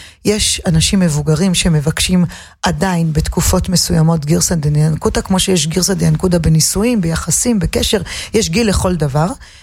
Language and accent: Hebrew; Bnei Brak, Tel Aviv District, Israel; אני בכלל מבני ברק